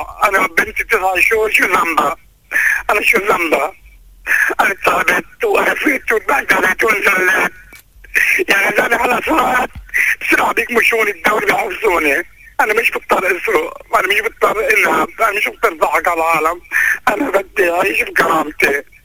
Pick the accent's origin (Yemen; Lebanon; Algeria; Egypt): Lebanon; South Lebanon; now in Sidon, Lebanon; اللي هي انا مهجر من الجنوب. قاعد بمنطقة بصيدا بالخيمة.